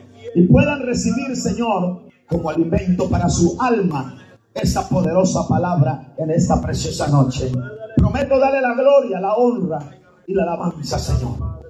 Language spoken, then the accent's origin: Spanish; Guatemala